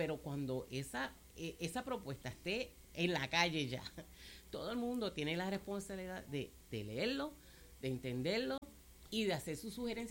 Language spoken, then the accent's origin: Spanish; U.S. Virgin Islands; Pues ellos vienen acá a las Islas Vírgenes y nosotros no le podemos decir a ellos, tú no eres de aquí